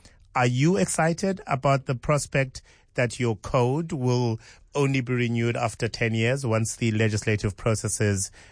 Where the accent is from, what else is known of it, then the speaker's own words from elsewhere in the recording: South Africa; Out of interest, what is the most annoying thing that we as South African drivers do on the road?